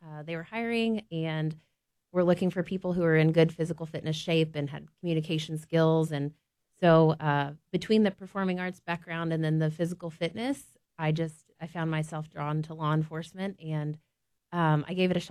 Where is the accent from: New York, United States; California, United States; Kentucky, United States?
Kentucky, United States; Lexington; Well, I was born and raised in Lexington.